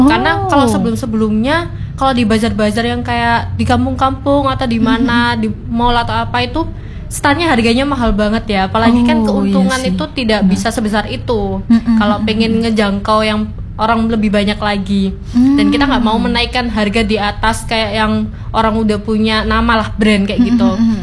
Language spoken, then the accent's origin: Indonesian; Surabaya, East Java, Indonesia; sebagai orang Surabaya